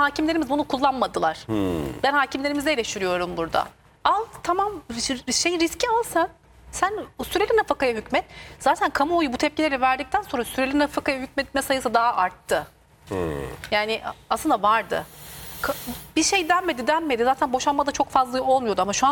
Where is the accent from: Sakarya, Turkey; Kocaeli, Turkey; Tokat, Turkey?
Tokat, Turkey; Ben her zaman örnek veririm memleketim Tokat'ın halayında bile kadınlar erkeklerin omuzlarına çıkarak halay çekiyor.